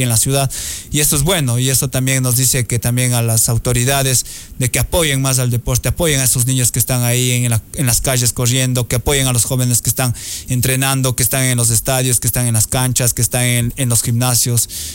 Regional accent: Baños de Agua Santa, Tungurahua, Ecuador; soy de Baños de Agua Santa para el mundo, eso no lo tengan duda, que donde quiera que voy lo digo, soy de Baños, y me gusta ser un embajador de mi ciudad

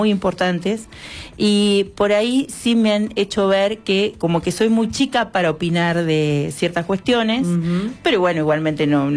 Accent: General Pico, La Pampa, Argentina; ahora soy Villa Alonso, sí, pero siempre, o sea, nací en el Molino de General Pico

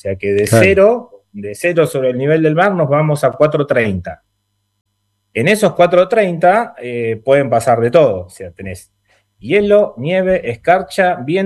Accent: Chaco, Argentina; now in Ushuaia, Argentina; yo soy chaqueño.

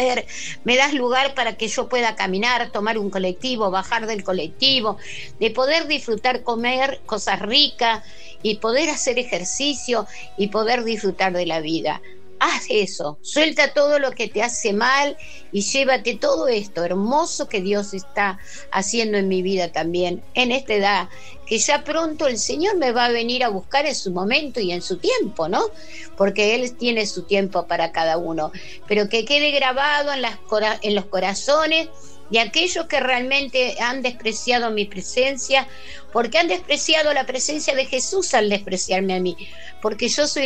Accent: Buenos Aires, Argentina; moved away; pues yo soy de Palermo, de Villa Crespo

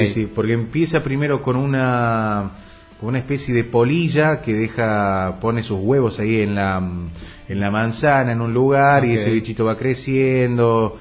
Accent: General Roca, Río Negro, Argentina; now in Buenos Aires, Argentina; yo soy de Roque

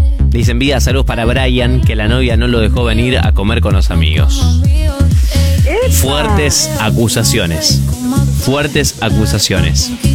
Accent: Argentina; Yo soy argentina porque hoy estábamos hablando de por qué estás orgulloso, orgullosa de ser argentino, argentina

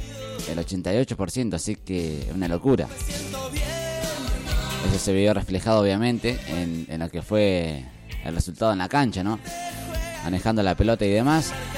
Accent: Argentina; Queda un pasito más obviamente y queremos la copa, es así. Somos así los argentinos.

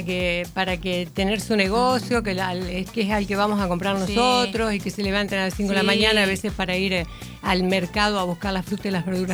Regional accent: Santa Fe, Argentina; now in Paraná, Argentina; santafesinos que nos vinimos acá a este hermoso...

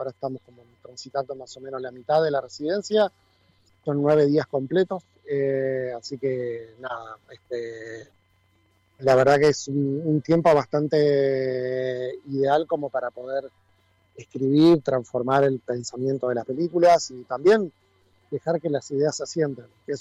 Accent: Crespo, Entre Ríos, Argentina; moved away as an adult; also born or lived in Buenos Aires; yo que soy de Crespo, y que Crespo justamente no tiene ningún potencial turístico, si bien es una ciudad que amo, porque nací y me crié ahí. Obvio. Y me siento crespense, aunque ya viví más tiempo en Buenos Aires que en Crespo

